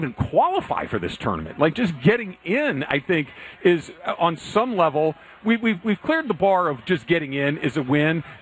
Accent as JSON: {"language": "English", "town": "Arcadia", "region": "California", "country": "United States", "tie": "born or raised there", "said": "I grew up in Arcadia"}